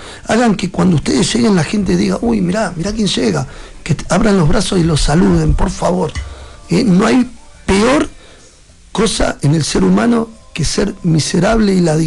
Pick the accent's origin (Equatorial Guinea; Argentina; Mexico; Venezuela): Argentina